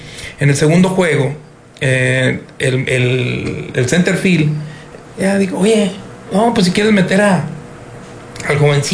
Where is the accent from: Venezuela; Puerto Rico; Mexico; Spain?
Mexico; Allende; born there; nací aquí en Allende